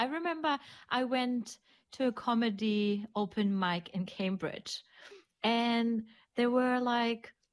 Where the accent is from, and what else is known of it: Germany; accent: German; moved away